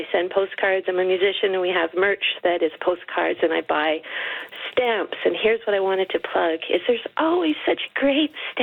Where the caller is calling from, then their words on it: Edmonton, Alberta, Canada; I'm calling from Edmonton.